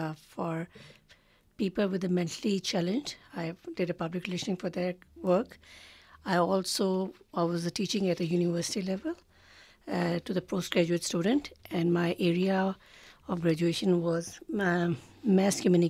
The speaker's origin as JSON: {"language": "English", "town": "Lahore", "region": "Punjab", "country": "Pakistan", "moved": "as an adult", "lives_now": "Victoria, Australia", "said": "I came from Lahore in Pakistan. It is one of the biggest cities in Pakistan, and people who know the geography of that area, that is quite a developed place."}